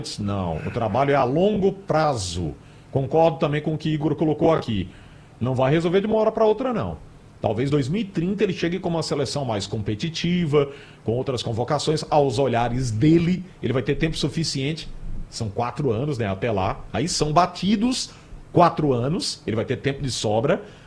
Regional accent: Pernambuco, Brazil; also born or lived in São Paulo; a gente é daqui de Pernambuco … nós somos pernambucanos, mas fomos morar um período em São Paulo.

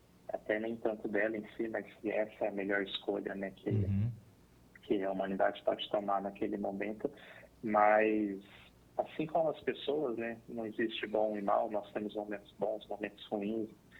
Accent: Ribeirão Preto, São Paulo, Brazil; eu sou de Ribeirão Preto, São Paulo

